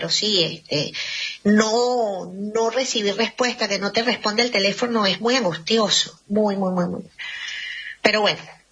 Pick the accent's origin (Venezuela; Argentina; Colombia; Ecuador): Venezuela; Mérida; moved away; Yo soy de Mérida, tengo familia en Mérida, en los Andes venezolanos.